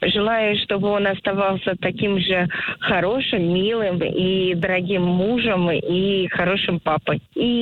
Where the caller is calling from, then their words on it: Lobnya, Moscow Oblast, Russia; Я звоню с Лобни.